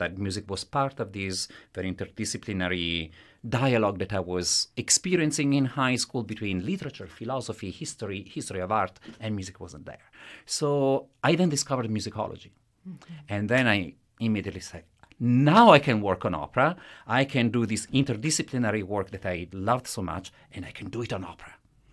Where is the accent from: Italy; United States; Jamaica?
Italy; accent: Italian; English is a second language; moved away; I am Italian, as you can tell from my accent.